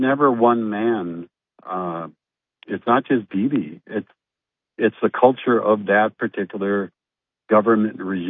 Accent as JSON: {"language": "English", "region": "Kentucky", "country": "United States", "said": "Been vacationing over by Detroit Lakes and I'm originally from Kentucky area"}